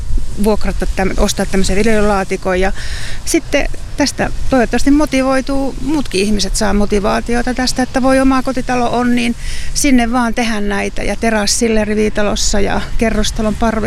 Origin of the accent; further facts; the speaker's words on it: Ivalo, Lapland, Finland; mähän olen Lapista kotoisin Ivalosta ja edesmennyt isäni on poromies ollut, metsäsaamelainen